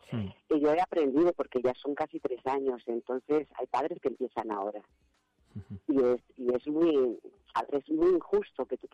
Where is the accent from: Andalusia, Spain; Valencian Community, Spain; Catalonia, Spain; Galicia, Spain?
Catalonia, Spain; Barcelona; Lo mismo vivía en Girona como vivía, porque nosotros somos de Barcelona, de Cataluña.